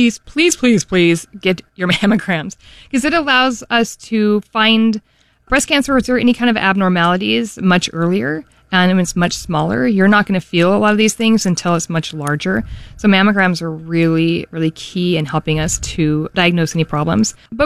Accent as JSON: {"language": "English", "town": "Denver", "region": "Colorado", "country": "United States", "said": "I'm originally from Denver, I always say, but my parents lived in Scottsbluff, Nebraska for about 18 years."}